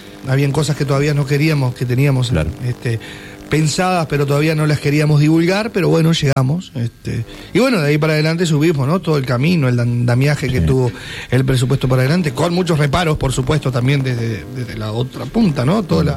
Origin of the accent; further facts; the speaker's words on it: Cerro Largo, Uruguay; yo soy de Cerro Largo, vivo acá.